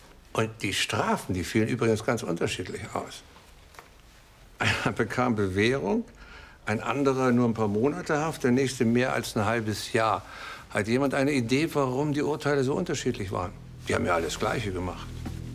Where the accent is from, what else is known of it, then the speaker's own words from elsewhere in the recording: Germany; Ich bin in der DDR aufgewachsen. Da war meine Familie mein Zuhause.